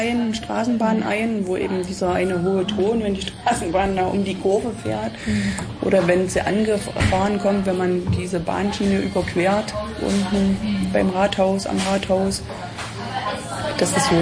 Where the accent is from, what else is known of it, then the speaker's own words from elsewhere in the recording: Hesse, Germany; moved away; ich komme aus der Nähe von Frankfurt am Main, Flughäfen sind mir jetzt nicht unbekannt